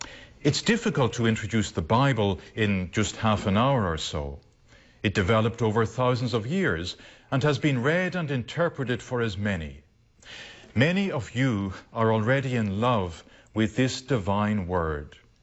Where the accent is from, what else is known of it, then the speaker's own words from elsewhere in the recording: Ireland; Growing up in Ireland